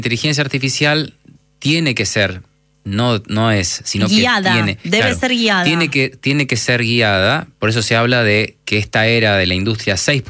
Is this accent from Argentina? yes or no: yes; Argentina; accent: Argentine; No tengo muy el argentino como que se nota, pero sí afuera se dan cuenta que soy argentino porque tengo algo de acento, ¿no? Pero no es muy marcado.